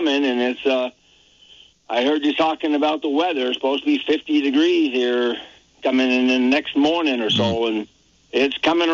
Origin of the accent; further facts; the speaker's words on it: Barre, Vermont, United States; And I'm a Barry boy. I was born in Vermont